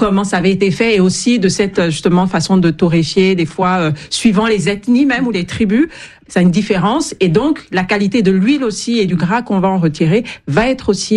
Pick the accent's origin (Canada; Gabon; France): Gabon; Moi j'ai grandi au Gabon et c'est vrai que même dans la transformation de la pâte d'arachide, chaque famille a sa façon de torréfier